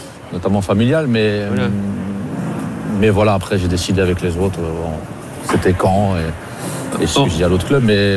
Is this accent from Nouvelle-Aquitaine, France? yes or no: no; Normandy, France; Nous, on est des Hauts Normands et Caen est en Basse Normandie. Nous, c'est le Havre Rouen, le vrai derby, c'est pas le Havre Caen.